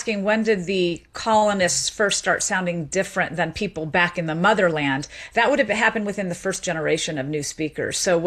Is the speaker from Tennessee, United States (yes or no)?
yes; Memphis, Tennessee, United States; But I grew up in Memphis, Tennessee, and I grew up with parents that spoke F